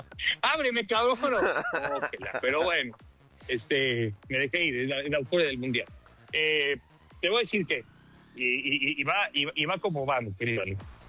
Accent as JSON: {"language": "Spanish", "country": "Mexico", "said": "Ah, somos mexicanos, echamos desmadre."}